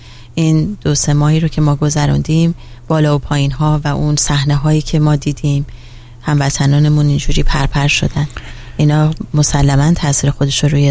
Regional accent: Iran; moved away; حالا تازه ما خارج از ایرانیم

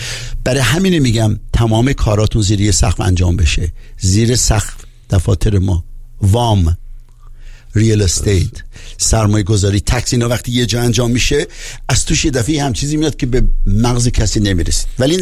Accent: Tabriz, East Azerbaijan, Iran; born there; من متولد تبریزم

